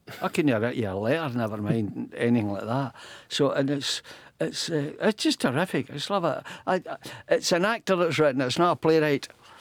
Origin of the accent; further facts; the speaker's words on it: Glasgow, Scotland, United Kingdom; I grew up in Dover Street